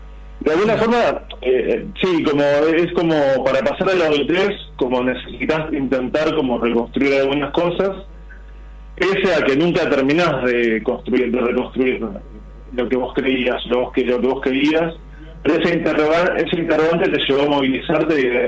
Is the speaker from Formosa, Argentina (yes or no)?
no; Haedo, Buenos Aires Province, Argentina; Yo soy del oeste, yo soy de Aedo.